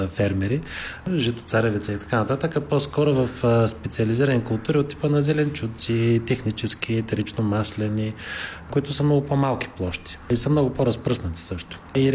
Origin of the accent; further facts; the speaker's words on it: Gabrovo, Gabrovo Province, Bulgaria; Ние сме от Габрово, между другото, са ученици сме бивши, с Стефан също, да, така се оформи екипа.